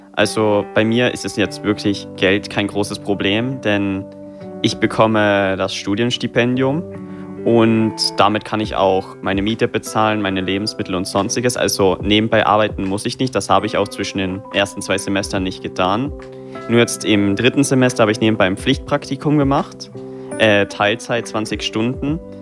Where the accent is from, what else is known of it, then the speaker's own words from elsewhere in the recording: Tyrol, Austria; moved away as an adult; now in Carinthia, Austria; ich komme ja aus Osttirol, aber ich studiere ja in Kärnten.